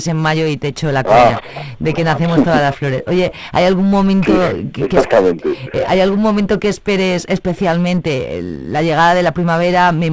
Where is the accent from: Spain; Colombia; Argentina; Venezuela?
Spain; Pozuelo de Tábara, Castile and León; born there; Yo soy de Pozuelo de Tábara